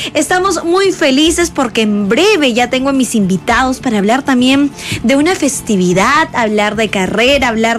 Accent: Peru

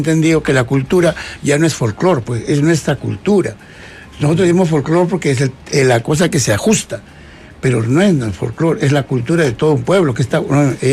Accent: Peru; Y crea, lo que pasa es que los peruanos nos mimetizamos en el extranjero.

